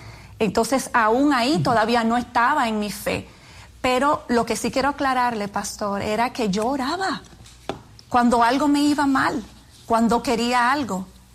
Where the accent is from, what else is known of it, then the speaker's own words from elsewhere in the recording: Dominican Republic; moved away as an adult; now in New York, United States; Soy dominicana. Nací en República Dominicana, sí. Y ahí me crié, fui a la Universidad de República Dominicana y vine luego a New York a estudiar.